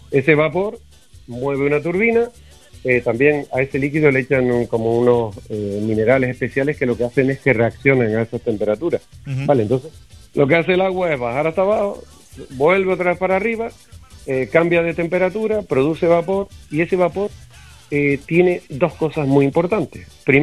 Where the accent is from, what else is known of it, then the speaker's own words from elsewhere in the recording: Canary Islands, Spain; para sitios como Canarias, que dependemos todavía de las energías fósiles